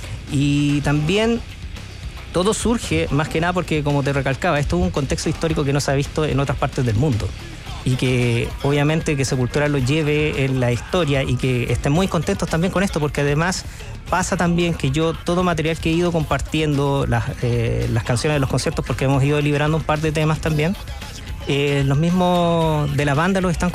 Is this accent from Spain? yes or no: no; Chile; Entonces es algo que yo siento que como chilenos debemos sentir un orgullo